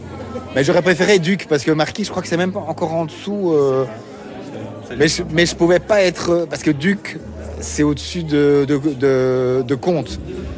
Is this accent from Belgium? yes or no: yes; Brussels, Belgium